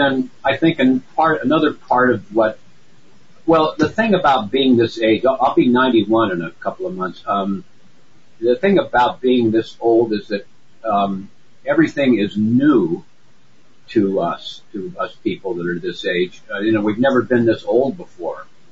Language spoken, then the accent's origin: English; San Francisco, California, United States; now in West Marin County, United States; I've been here, I guess, for 55 years now. I grew up in San Francisco, so my hometown's not far away.